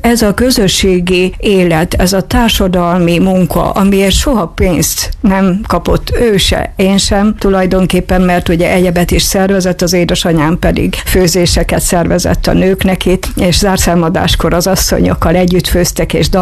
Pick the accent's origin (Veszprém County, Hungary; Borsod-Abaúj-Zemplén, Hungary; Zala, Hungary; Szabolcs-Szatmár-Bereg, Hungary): Szabolcs-Szatmár-Bereg, Hungary; Fülpösdaróc; born there; moved away; Őseim felvidékről származnak, de a szüleim itt születtek, én is itt születtem a testvéreimmel, ebben a kastélyban